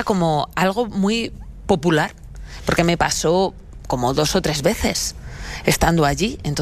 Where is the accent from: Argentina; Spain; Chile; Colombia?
Spain; ah, where are you from? Spain, tal, ¿de dónde eres? Española.